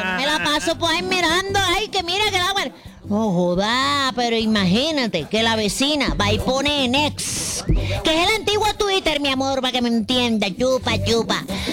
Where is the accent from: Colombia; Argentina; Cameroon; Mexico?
Colombia; Caribbean coast; soy la costeña.